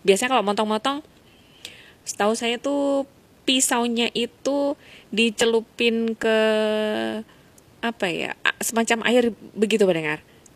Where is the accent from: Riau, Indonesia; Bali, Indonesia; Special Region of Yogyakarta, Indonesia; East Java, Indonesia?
East Java, Indonesia; Bojonegoro; now in Sumenep, Indonesia; Kalau di Jawa biasanya di daerah saya, kawasan Bojonegoro seperti yang sebagian Anda sudah tahu ya, daerah asal saya.